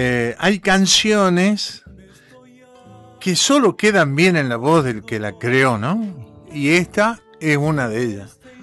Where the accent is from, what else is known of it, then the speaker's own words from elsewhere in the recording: Jujuy, Argentina; nosotros somos muy jujeños crónicos, somos muy fanáticos de nuestro Jujuy